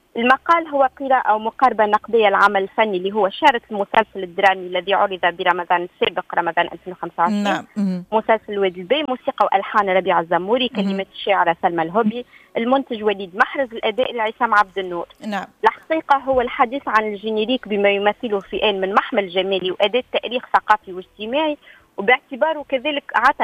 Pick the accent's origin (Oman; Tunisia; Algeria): Tunisia; صباح تونسنا الجميلة.